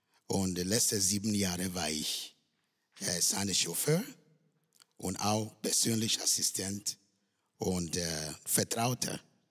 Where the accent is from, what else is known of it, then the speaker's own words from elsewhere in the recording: Switzerland; Ich bin Schweizer.